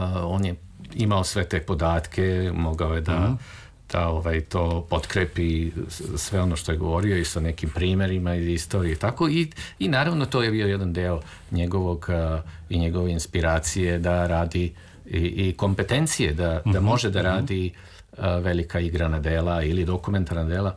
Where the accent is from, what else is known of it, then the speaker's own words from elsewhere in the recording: Belgrade, Serbia; ja sam rođen u Beogradu i prvi dom je bio na Slaviji, a onda smo se kasnije preselili u Bulevar Revolucije, tadašnji Bulevar Kralja Aleksandra.